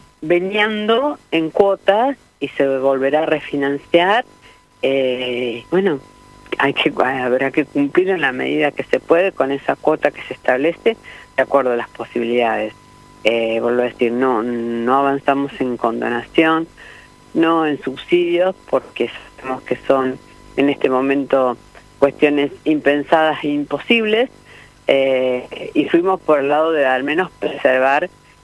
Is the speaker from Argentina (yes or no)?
yes; Pergamino, Buenos Aires Province, Argentina; Yo soy de Pergamino, vivo en un barrio, el barrio Vicente López